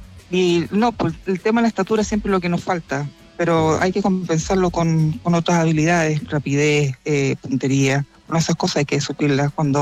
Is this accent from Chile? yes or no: yes; Santiago, Santiago Metropolitan Region, Chile; No, soy de Santiago.